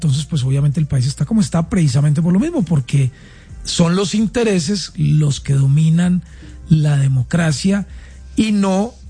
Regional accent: Riosucio, Caldas, Colombia; also born or lived in Medellín; Yo nací en Medellín. Yo soy de un pueblo que se llama Recicio Caldas y me llevaron al hospital a nacer a Medellín.

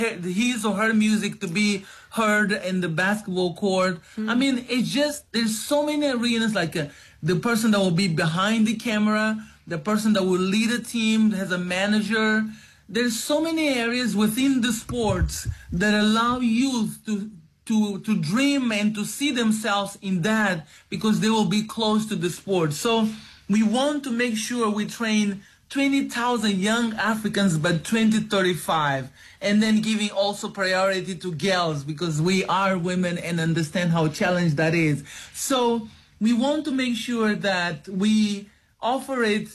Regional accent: Mozambique; moved away; also born or lived in United States / Spain; I am from Mozambique.

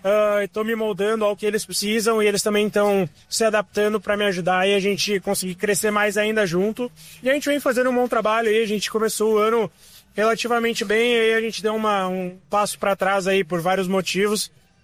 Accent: Santa Cruz do Sul, Rio Grande do Sul, Brazil; Eu nasci em Santa Cruz e cresci lá, então mesmo que hoje eu não esteja mais morando lá e na minha casa.

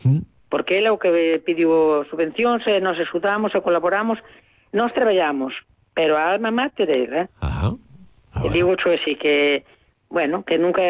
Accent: Corme, Galicia, Spain; eu acordo un pouco porque eu vim pa aquí, que eu son de Corme

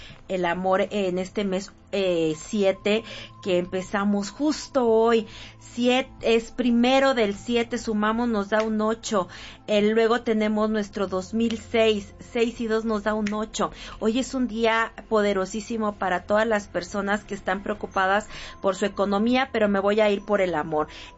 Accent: Mexico

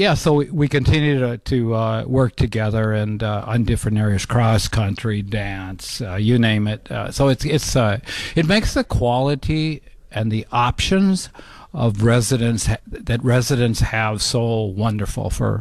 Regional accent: Minnesota, United States; moved away; also born or lived in North Dakota; I actually live in North Dakota. I came from Minnesota, but I've lived in North Dakota much longer.

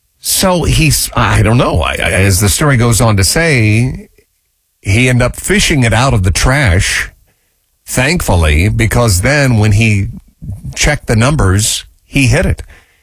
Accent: Kokomo, Indiana, United States; This was in my hometown of Kokomo.

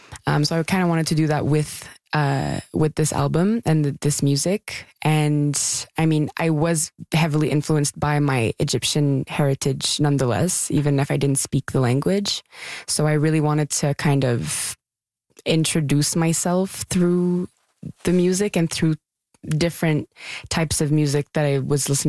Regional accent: Gatineau, Quebec, Canada; now in Montreal, Canada; But also, I mean, Gatineau, growing up in Gatineau was great as a kid. But I think I wanted to expand my horizons a little bit, and Montreal was certainly a place

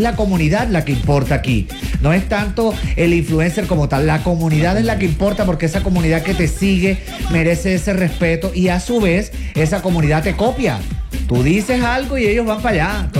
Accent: Cartagena, Bolívar, Colombia; nací en Cartagena y criado en Cartagena, en el barrio Cayombilla.

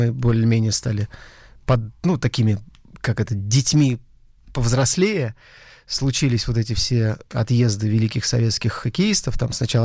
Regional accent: Murmansk, Murmansk Oblast, Russia; moved away as an adult; под Новый год в 1977 году, 29 декабря, и в городе Мурманске. Город Мурманск, жил там до 18 лет.

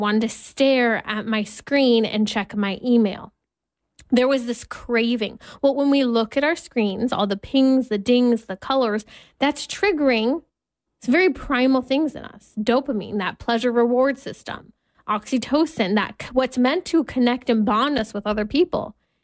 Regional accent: California, United States

